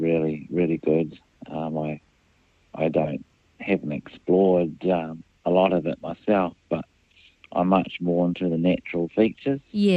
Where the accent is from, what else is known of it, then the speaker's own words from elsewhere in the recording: Christchurch, Canterbury, New Zealand; Oh, the privilege to be born and raised here.